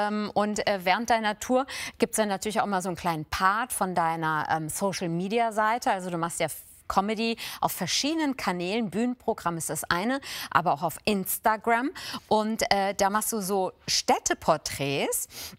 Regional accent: Hesse, Germany; Ich bin ja aus der Wetterau.

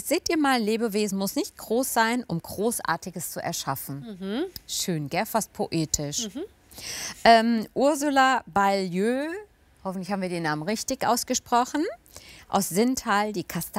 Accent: Friedberg, Hesse, Germany; aus Friedberg, meine Geburtsstadt übrigens. Gell, sag ich ja jedes Mal. Ich bin Friedberger Mädchen.

